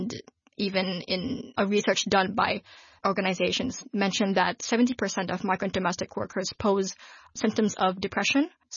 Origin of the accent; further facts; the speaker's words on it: Hong Kong; And I guess as a Filipino, I do feel that in a sense, I am quite privileged in the way that I'm able to adapt to the Hong Kong culture because I was raised in it. I know Chinese and I have family living here with me.